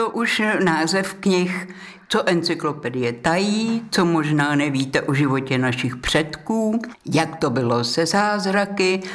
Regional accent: Prague, Czechia; born there; now in Český Brod, Czechia; já jsem Pražák od Vltavy, ze Štvanice

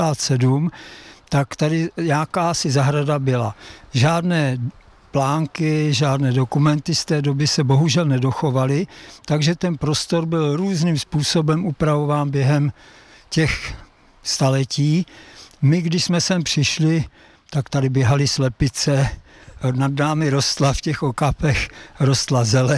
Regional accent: Liberec, Liberec Region, Czechia; moved away; Já jsem se narodil v Liberci vedle botanické zahrady.

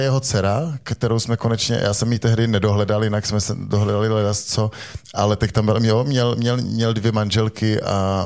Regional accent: Prague, Czechia; protože přece jenom jsem rodilý Pražák

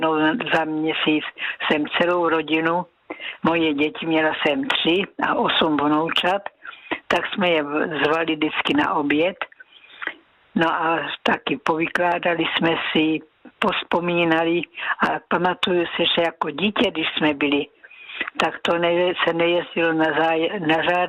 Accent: Násedlovice, South Moravian Region, Czechia; To jsme chodili do kostela, pocházím z Násedlovic a přes pole jsme chodili do Klobouk do Brna.

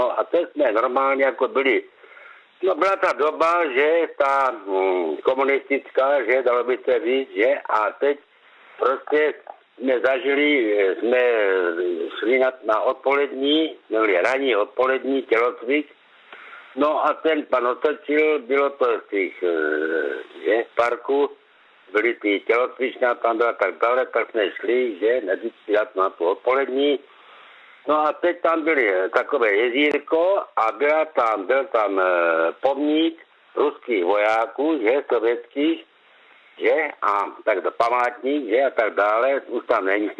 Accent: Krnov, Moravian-Silesian Region, Czechia; Já jsem rodák z Krnova

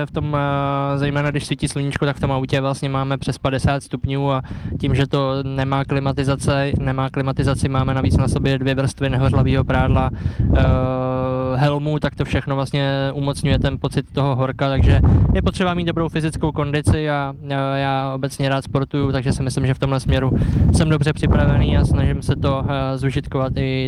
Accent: Mladá Boleslav, Central Bohemian Region, Czechia; jsem rodák z Mladé Boleslavy, takže v domovském městě Škodovky

